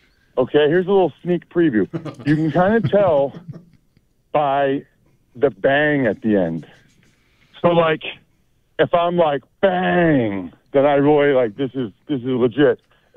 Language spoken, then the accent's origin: English; Reading, Pennsylvania, United States; I'm from Reading, Pennsylvania.